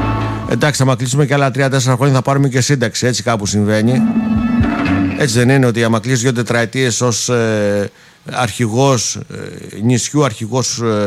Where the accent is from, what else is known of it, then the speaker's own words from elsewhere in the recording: Greece; Είμαστε Έλληνες, αργαμότο, είμαστε Έλληνες.